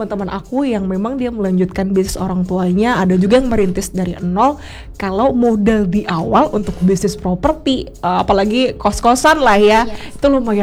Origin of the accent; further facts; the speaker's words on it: Bali, Indonesia; Cuman bersyukurlah ya kita orang Bali juga enggak kalah begitu ya kalau kita ngobrolin bersaing secara bisnis dengan orang luar